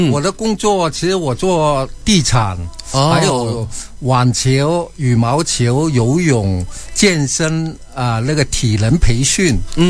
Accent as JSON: {"language": "Chinese", "country": "China", "moved": "yes", "lives_now": "Australia", "said": "我们中国人"}